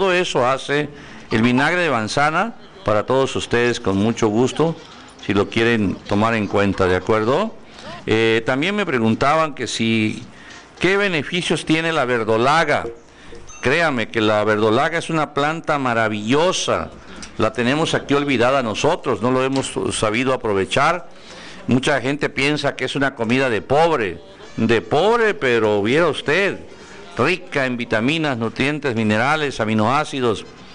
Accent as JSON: {"language": "Spanish", "town": "José María Pino Suárez", "region": "Chiapas", "country": "Mexico", "tie": "born or raised there", "said": "mi querido pueblo José María Pino Juárez"}